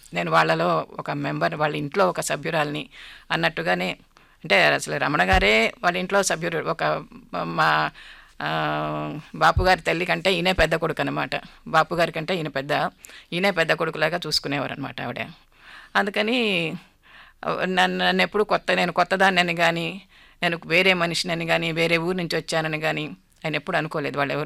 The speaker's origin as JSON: {"language": "Telugu", "town": "Arugolanu", "region": "Andhra Pradesh", "country": "India", "tie": "born there", "moved": "yes", "said": "బెజవాడ నుంచి రావటం, అరగంట ప్రయాణం మా ఊరు, అంతే, అంతకంటే ఎక్కువ లేదు."}